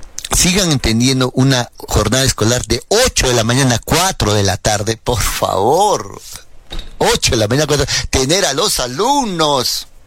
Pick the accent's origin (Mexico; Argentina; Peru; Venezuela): Peru